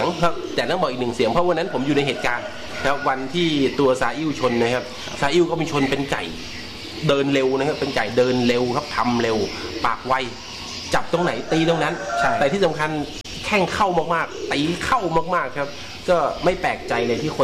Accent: Ubon Ratchathani, Thailand; moved away; เป็นคนจังหวัดอุบลครับ

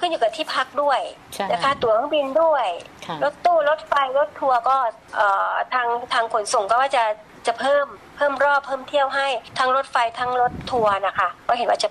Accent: Ubon Ratchathani, Thailand; ในส่วนที่เราทั้งเป็นคนอุบลในเรื่องเป็นคนอุบลเอง

